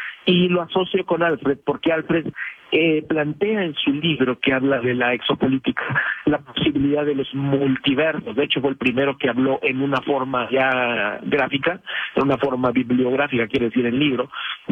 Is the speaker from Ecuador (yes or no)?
no; Mexico